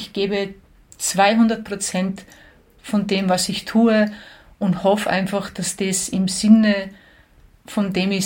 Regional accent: Đakovo, Osijek-Baranja County, Croatia; born or raised there

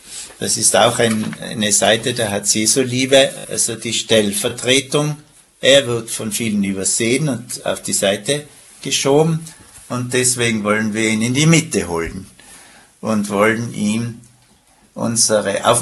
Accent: Tyrol, Austria; Als Tiroler

